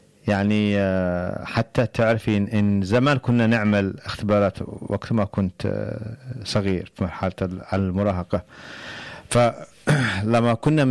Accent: Yemen; moved away; لأن إحنا من اليمن، لأن إحنا هذه بلادنا، هذول ناسنا

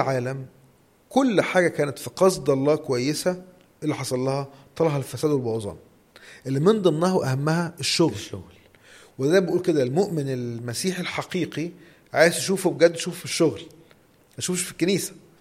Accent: Egypt; في ناس يا كريم بلغتنا كمصريين بتتلكك

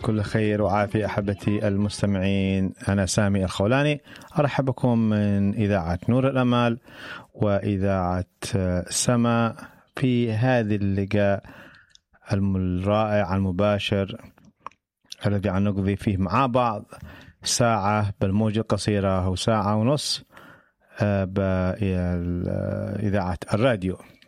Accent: Yemen; لا اعتقد ان في اليمن وصل الوضع بيننا كيمنيين للمستوى هذا

